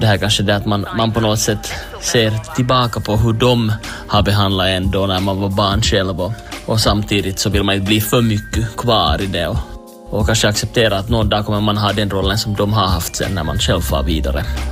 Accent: Helsinki, Uusimaa, Finland; och jag kommer från Helsingfors.

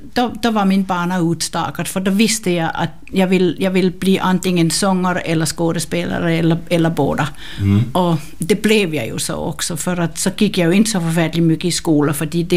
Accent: Copenhagen, Capital Region of Denmark, Denmark; born or raised there; now in Finland

